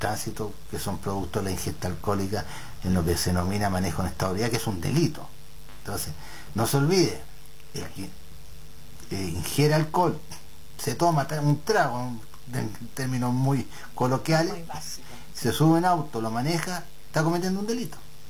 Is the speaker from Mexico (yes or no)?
no; Chile; nos enorgullecen como chilenos